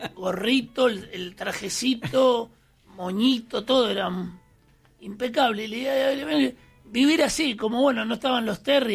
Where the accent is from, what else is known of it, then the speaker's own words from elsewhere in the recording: Florida, Buenos Aires Province, Argentina; soy de Florida, Vicente López.